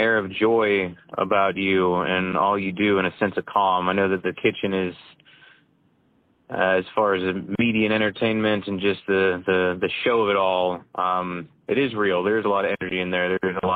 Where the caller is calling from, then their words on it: Chicago, Illinois, United States; I'm calling in from Chicago myself.